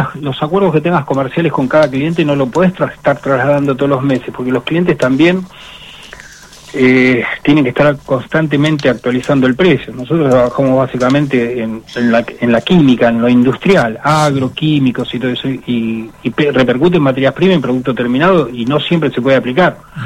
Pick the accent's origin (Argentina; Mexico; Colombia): Argentina; Chubut